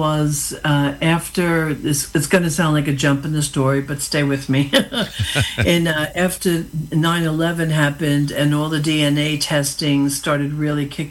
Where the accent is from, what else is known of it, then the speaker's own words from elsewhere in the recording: Hudson County, New Jersey, United States; now in Morris County, New Jersey, United States; Yep, I am in Hudson County. Well, I'm in Morris County now, born and bred in Hudson County. So a little bit of a... A true Jersey girl, in other words.